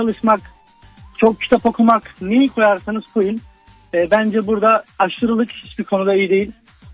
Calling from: Istanbul, Turkey; Beykoz, İstanbul Beykoz.

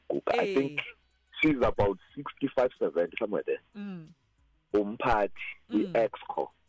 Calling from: Richards Bay, KwaZulu-Natal, South Africa; in Richards Bay, first time caller.

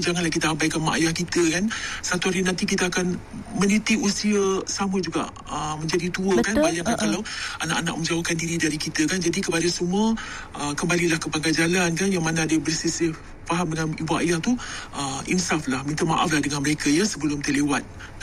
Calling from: Jeram, Selangor, Malaysia; saya dari Jeram.

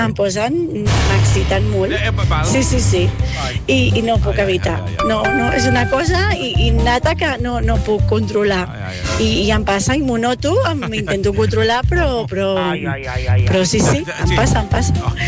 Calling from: Sitges, Catalonia, Spain; Hola, bona tarda, hola. … de Sitges.

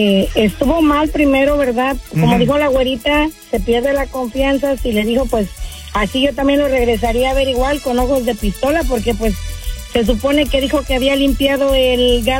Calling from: Elgin, Texas, United States; soy de por acá, de Elgin.

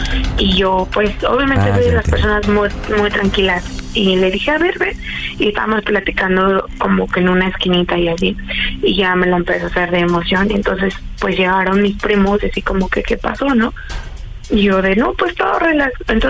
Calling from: Guadalajara, Jalisco, Mexico; tengo 24, soy de Guadalajara.

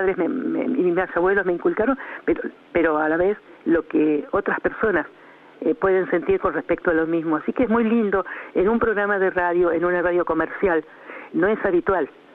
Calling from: Chascomús, Buenos Aires Province, Argentina

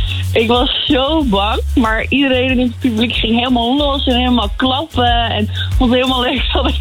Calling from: Netherlands

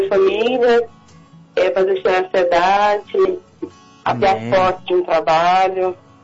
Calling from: Goiânia, Goiás, Brazil; aqui em Goiânia

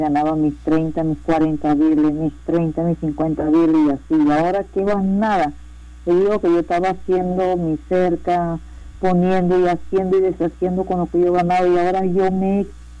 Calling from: Panama City, Panamá, Panama; Vista Hermosa, de 24 de diciembre.

